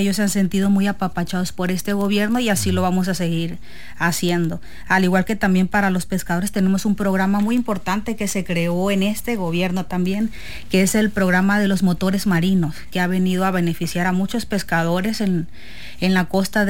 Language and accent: Spanish; Estación Dimas, Sinaloa, Mexico; pues está muy cerca de Estación Dimas, del pueblo de donde yo soy.